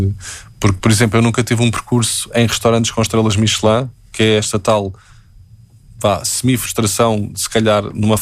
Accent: Portugal; quando digo sou português

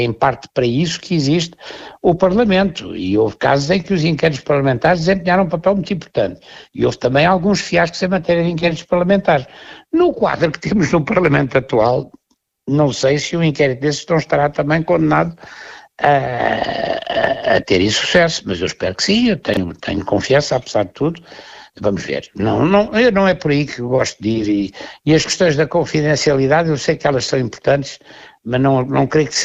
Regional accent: Portugal; Somos nós portugueses, somos os descendentes de Afonso de Albuquerque

